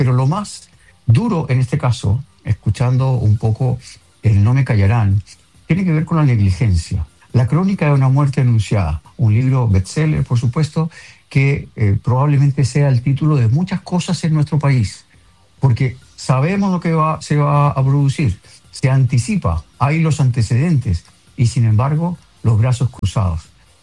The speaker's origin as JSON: {"language": "Spanish", "town": "Quilicura", "region": "Santiago Metropolitan Region", "country": "Chile", "tie": "born or raised there", "said": "porque yo nací en Quilicura. Yo nací, soy quilicurano, en esa época, la época de los fundos, de las parcelas"}